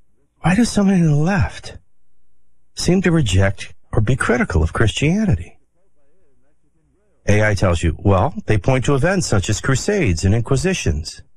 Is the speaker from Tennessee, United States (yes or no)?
no; Chicago, Illinois, United States; I was from Chicago, and I froze worse in New Orleans in the winter.